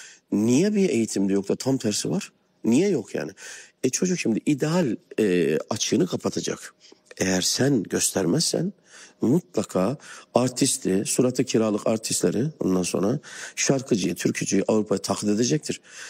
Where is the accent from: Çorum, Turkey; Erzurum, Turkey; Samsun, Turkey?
Samsun, Turkey; Çarşamba; Çarşambalıyım.